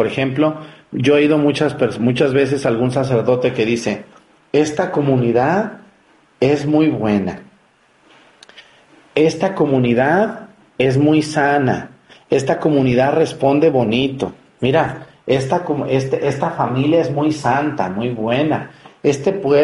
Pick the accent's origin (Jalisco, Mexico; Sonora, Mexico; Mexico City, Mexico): Jalisco, Mexico; Mexticacán; mi pueblo en Mestigacán